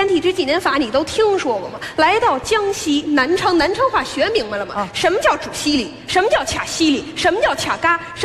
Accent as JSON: {"language": "Chinese", "country": "Russia", "second_language": "Chinese", "said": "没事儿，嗯，我们俄罗斯人不怕冷。"}